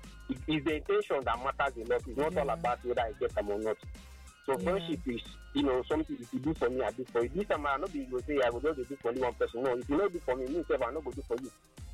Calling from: Abuja, Federal Capital Territory, Nigeria; I'm calling from Abuja

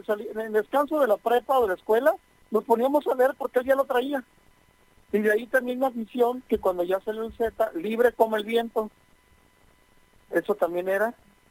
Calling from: Tijuana, Baja California, Mexico; nosotros, los que somos de aquí de Tijuana, conocemos esa historia del periódico ABC.

